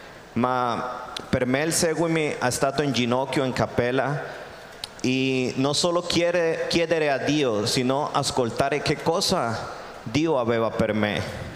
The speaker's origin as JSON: {"language": "Italian", "country": "Costa Rica", "second_language": "Italian", "moved": "as an adult", "lives_now": "Africa", "said": "sono dalla Costa Rica."}